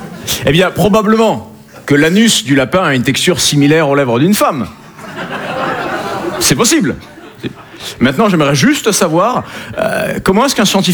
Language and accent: French; south of France, France; Hein, je viens du sud de la France.